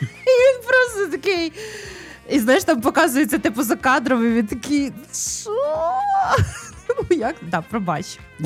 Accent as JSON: {"language": "Ukrainian", "region": "Kyiv", "country": "Ukraine", "said": "як кияни, знаєш, це, щоб не плакати, ми сміялись"}